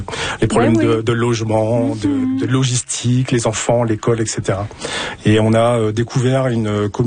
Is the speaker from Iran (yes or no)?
no; Vannes, Brittany, France; moved away as an adult; now in Saskatoon, Canada; je viens de France. Je viens d'un petit endroit qui se trouve à l'ouest de la France, qui s'appelle la Bretagne.